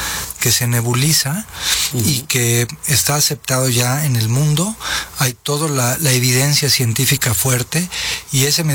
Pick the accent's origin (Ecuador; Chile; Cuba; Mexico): Mexico